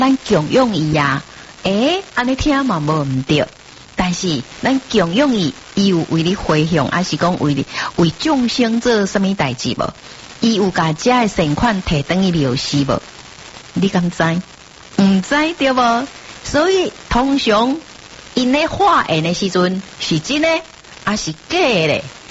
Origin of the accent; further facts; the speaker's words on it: Taiwan; 就是我们台湾人比较有那种心存敬意的概念